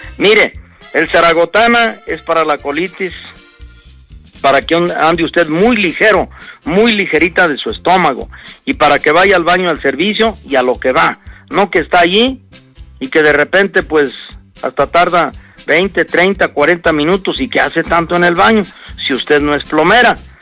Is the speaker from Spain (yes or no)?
no; Mexico; uno como mexicano es muy malicioso